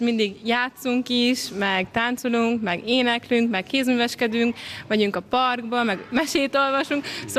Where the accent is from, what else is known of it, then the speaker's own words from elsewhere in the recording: Vienna, Austria; Én például itt születtem, és én ebbe beleszülettem